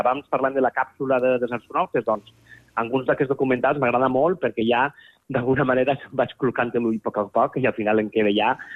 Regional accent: Albaida, Valencian Community, Spain; al meu poble heu de visitar, si anau al Baida, el Museu Internacional de Titelles

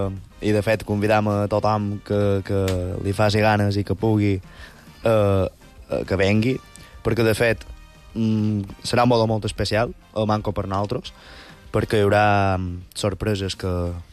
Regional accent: Artà, Balearic Islands, Spain; jo som d'Artà

